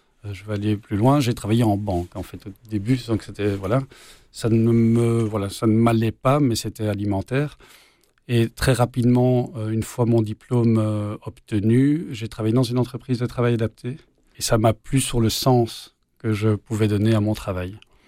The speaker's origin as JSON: {"language": "French", "town": "Brussels", "region": "Brussels-Capital Region", "country": "Belgium", "tie": "born or raised there", "said": "je suis né à Bruxelles, j'ai vécu toute mon enfance à Bruxelles en fait, et dans une famille ou dans des situations pas de grande richesse, on va dire même plutôt de pauvreté"}